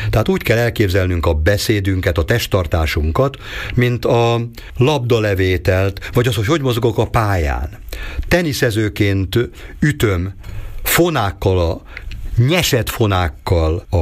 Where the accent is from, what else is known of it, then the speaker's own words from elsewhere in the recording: Budapest, Hungary; Tehát én is úgy nőttem föl, hogy a nagyapám, aki a pátriárka volt a családban, 3 generáció élt együtt egy nagy lakásban, nagyszülők, szüleim, az anyámnak a nővére, az ő 2 gyereke, még 9-en laktunk együtt egy nagy lakásban Budapesten